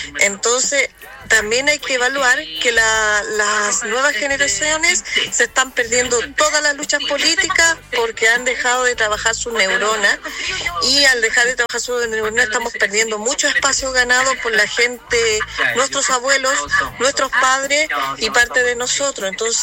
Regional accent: Chile; Yo soy de Tierras Blancas, niña de la dictadura, donde conocí perfectamente las calles de tierra, los baños de pozo, cuando llovía se hacían agujeros gigantes.

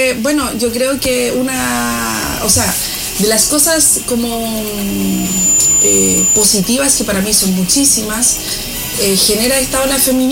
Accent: Choapa Province, Coquimbo, Chile; la provincia del Choapa, que es de donde yo soy.

